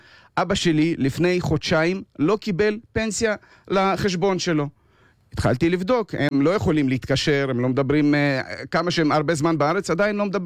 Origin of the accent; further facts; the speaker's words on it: Haifa, Haifa District, Israel; כמובן את חיפה, אני חיפאי, אני גדלתי פה.